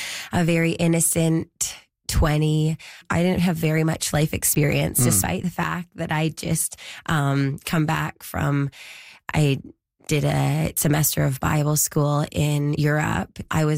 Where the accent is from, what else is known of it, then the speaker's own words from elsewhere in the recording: Vancouver, British Columbia, Canada; I'm from Vancouver area, lower mainland.